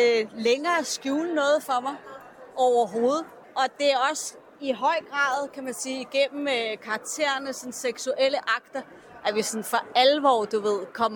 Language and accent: Danish; Copenhagen, Capital Region of Denmark, Denmark; Jeg er fra Vesterbro.